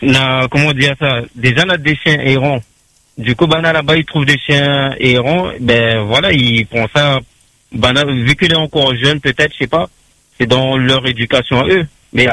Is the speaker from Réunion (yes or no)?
yes; Réunion; Ma grandi la Réunion.